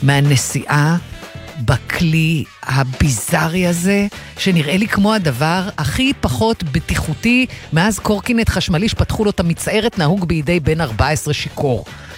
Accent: Tel Aviv, Tel Aviv District, Israel; הזה להציף משהו שככה כתל אביבית אני גם רואה לא מעט הורים נוהגים במעין וריאציה לבנטינית על טוק-טוק עם פעוטות מאחורה

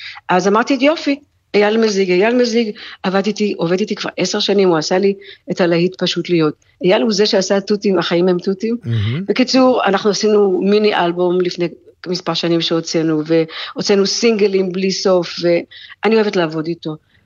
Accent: Tel Aviv, Tel Aviv District, Israel; born there; also born or lived in Los Angeles; יש לי כאן דירה ואני מסתכלת לכיוון דרום, איפה שנולדתי, בקרם התימנים, אני רואה את קרם התימנים מפה

